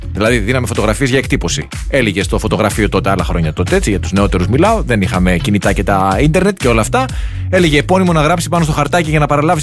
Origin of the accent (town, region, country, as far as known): Greece